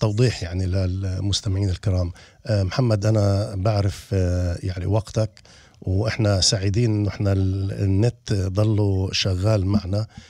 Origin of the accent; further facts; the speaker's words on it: Palestine; إحنا كفلسطينيين حنضل موجودين في كل مكان في العالم